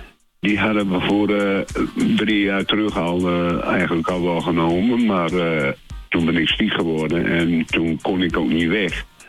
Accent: Netherlands; Nee, ik ben uit Nederland wel, maar

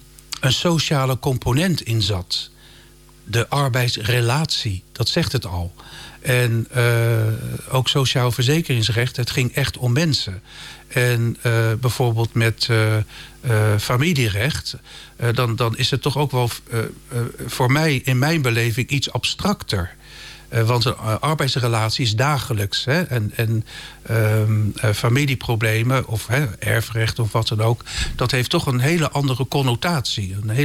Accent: Rotterdam, South Holland, Netherlands; born or raised there; accent: Rotterdam; now in Groningen, Netherlands

